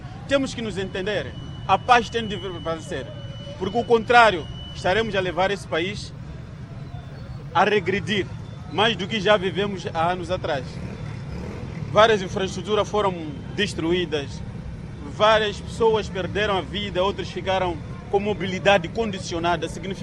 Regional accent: Mozambique; nós todos como moçambicanos

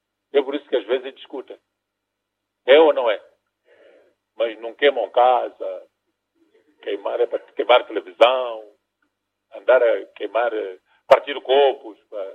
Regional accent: Mozambique

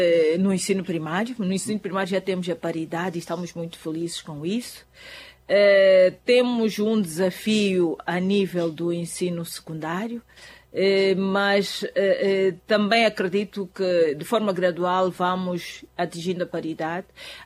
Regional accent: Mozambique; fazer essa recolha daquilo que todos nós queremos como moçambicanos. A cultura é a nossa identidade, a cultura somos nós, a cultura marca aquilo que é a nossa moçambicanidade.

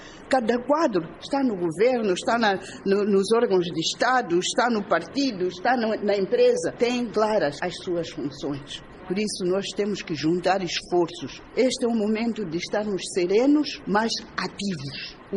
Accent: Mozambique; como moçambicanos, nós temos capacidade.

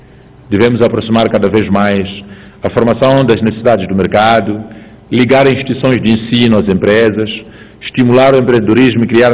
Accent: Mozambique; Este é um desafio coletivo de todos nós como moçambicanos.

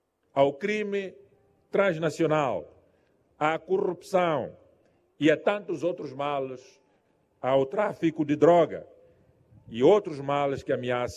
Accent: Mozambique

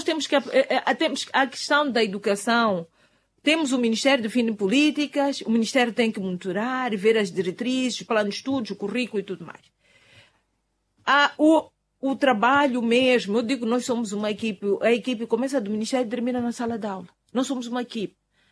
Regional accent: Mozambique; nós temos, como moçambicanos, temos outro problema

